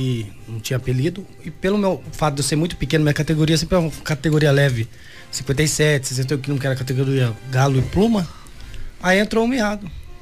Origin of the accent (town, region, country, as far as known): Avaré, São Paulo, Brazil; born or raised there; also born or lived in Santo Amaro